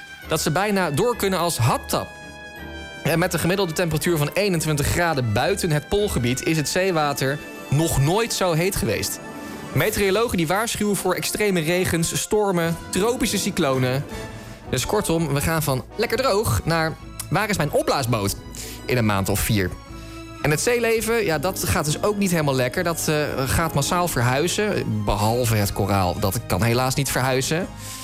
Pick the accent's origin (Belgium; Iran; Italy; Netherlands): Netherlands; als Nederlanders klagen we daar soms toch wel een klein beetje over.